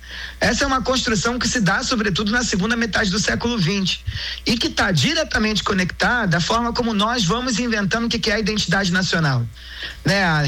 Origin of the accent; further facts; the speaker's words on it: Brazil; essa habilidade que nós brasileiros temos quando saímos do Brasil para qualquer outro lugar, e você diz sou brasileiro e a pessoa dá um sorriso